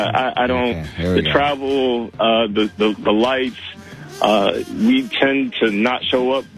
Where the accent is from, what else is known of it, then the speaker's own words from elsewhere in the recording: New York, United States; now in Atlanta, United States; Originally from New York. My entire family's from New York.